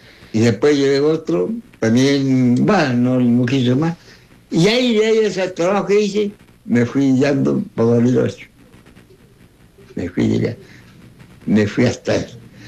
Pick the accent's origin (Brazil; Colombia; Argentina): Argentina; born there; Y nací en Piedra Mala, Pampa los Cruz, fui chico. El Cruz fue en este lado, yendo para Chile, acá.